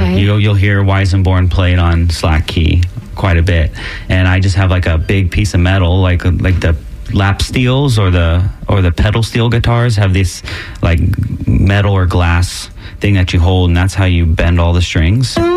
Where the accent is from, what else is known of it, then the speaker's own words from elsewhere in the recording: Holmes Beach, Florida, United States; now in Bradenton, United States; I grew up on Holmes Beach.